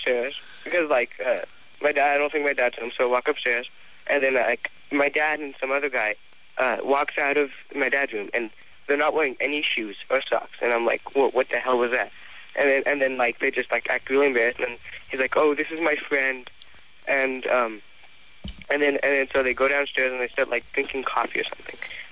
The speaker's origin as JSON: {"language": "English", "country": "Israel", "said": "I was actually from Israel."}